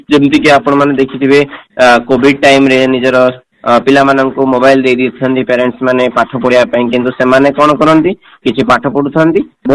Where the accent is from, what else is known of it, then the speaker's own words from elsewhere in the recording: Berhampur, Odisha, India; ମୁଁ ବରହମପୁର ନିବାସୀ ଅଟେ।